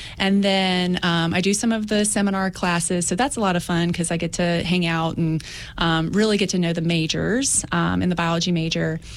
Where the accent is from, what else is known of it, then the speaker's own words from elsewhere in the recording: Saltville, Virginia, United States; So I am from Saltville, which is just a couple of miles down the road.